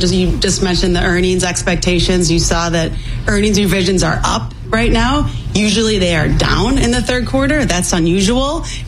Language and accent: English; Chicago, Illinois, United States; I grew up really close to Wrigley Field, and I grew up on the South Side. Went to Mother Macaulay High School.